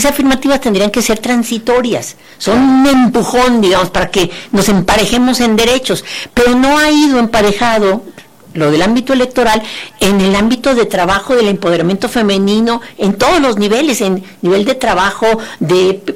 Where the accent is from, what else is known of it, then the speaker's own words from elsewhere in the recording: Querétaro, Mexico; born there; en el lugar donde yo nací, aquí en Querétaro